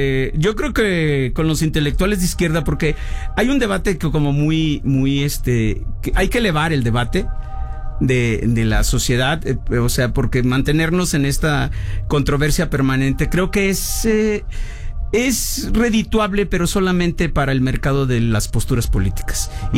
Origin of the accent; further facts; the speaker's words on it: Colima, Mexico; now in Tlalpan, Mexico City, Mexico; yo soy de Colima.